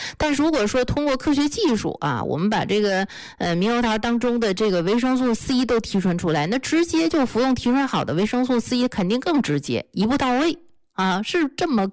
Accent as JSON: {"language": "Chinese", "region": "Tibetan areas", "country": "China", "tie": "born or raised there", "said": "我虽然是藏区长大的"}